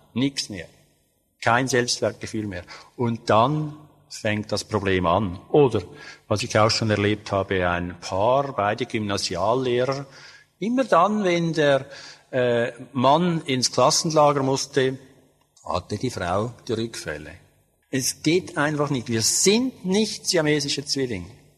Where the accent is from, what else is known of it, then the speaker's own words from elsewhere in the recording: Switzerland; Zum Teil gibt es bei uns in der Schweiz, weil wir so methadonfreudig sind, schon bereits 40-, 50-jährige Methadonabhängige